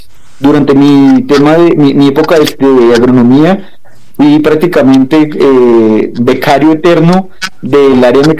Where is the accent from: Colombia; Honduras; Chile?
Colombia; Bogotá; moved away as an adult; Pues bien … colombiano, moreno, pero de Bogotá, un rolo típico.